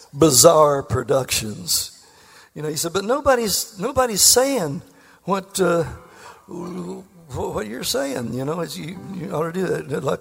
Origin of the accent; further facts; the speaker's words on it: West Virginia, United States; born or raised there